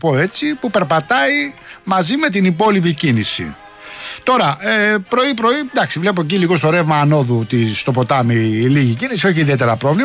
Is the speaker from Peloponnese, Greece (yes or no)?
no; Rafina, Attica, Greece; αναφορικά με την πατρίδα μου στη Ραφίνα. Επαναλαμβάνω, πήγα και μια βόλτα στο λιμάνι να δω το λιμάνι, να δω εκεί πέρα τα ζητήματα. Έχω και συμμαθητές εκεί πέρα, να ξέρετε.